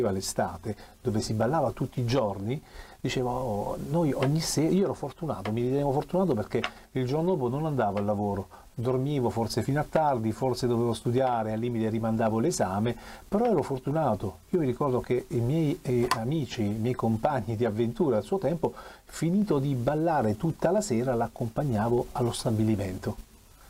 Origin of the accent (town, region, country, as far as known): Taranto, Apulia, Italy